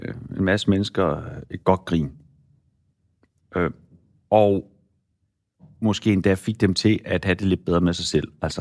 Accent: Central Denmark Region, Denmark; jeg er vokset op i Midtjylland og kun har haft engelsk i 3 år, så er mit engelsk jo så skole dansk.

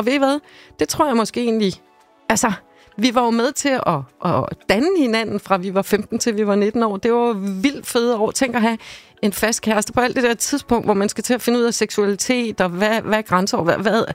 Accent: Havrebjerg, Zealand, Denmark; also born or lived in Slagelse; Ja, Eren er fra en lille by, der hedder Havrebjerg, lidt uden for Slagelse, 12 kilometer derude fra.

